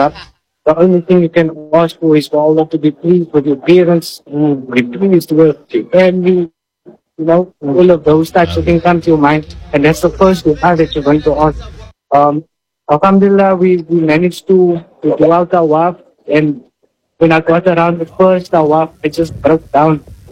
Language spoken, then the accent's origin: English; Cape Town, Western Cape, South Africa; from Cape Town.